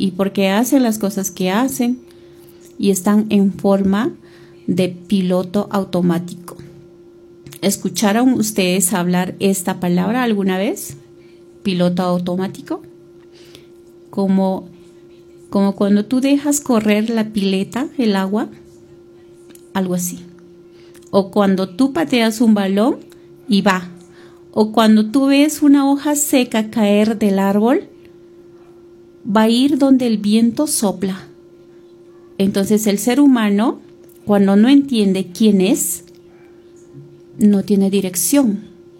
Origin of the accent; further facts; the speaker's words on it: Cusco, Peru; somos peruanos y somos más aquí, cusqueños, de Cusco